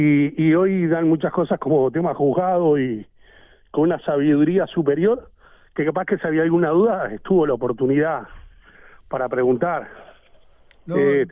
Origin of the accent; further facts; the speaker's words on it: Uruguay; el dolor que tenemos todos como uruguayo